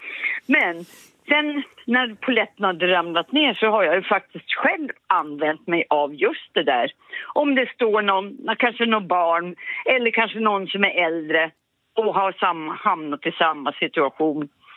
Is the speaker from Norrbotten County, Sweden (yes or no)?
yes; Laisvall, Norrbotten County, Sweden; moved away as an adult; also born or lived in Danderyd, Stockholm / Stockholm; now in Arjeplog, Sweden; Jag är född i Stockholm i Danderyd alltså, men uppvuxen i Laisvall.